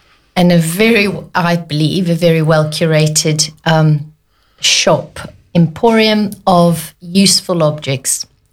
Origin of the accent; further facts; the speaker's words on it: Johannesburg, Gauteng, South Africa; born there; I was born in South Africa.